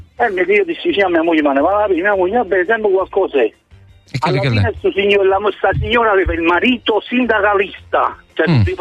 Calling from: Naples, Campania, Italy; da Napoli.

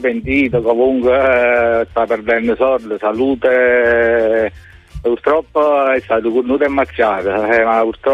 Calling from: Naples, Campania, Italy

